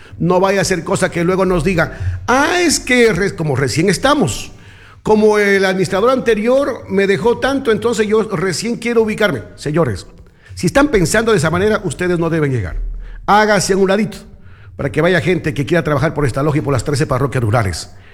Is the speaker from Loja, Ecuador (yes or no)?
yes; Chuquiribamba, Loja, Ecuador; mi parroquia Chucuribam. Yo a mi pueblo la defiendo